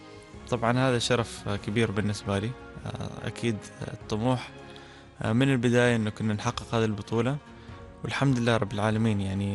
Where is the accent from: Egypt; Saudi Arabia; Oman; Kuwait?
Oman; كأول عماني يفوز في جولة من بطولة الشرق الأوسط في سلطنة عمان، كنت أنا أول عماني يفوز فيها